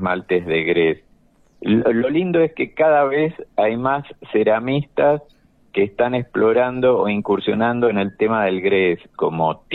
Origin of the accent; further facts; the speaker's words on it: La Plata, Buenos Aires Province, Argentina; born there; Y bueno, nací yo allá en La Plata y siempre había arcilla.